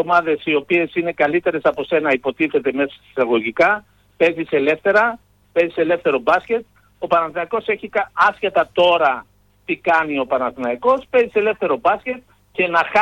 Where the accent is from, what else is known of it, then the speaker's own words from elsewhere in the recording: Greece; Σαν Έλληνας που είμαι.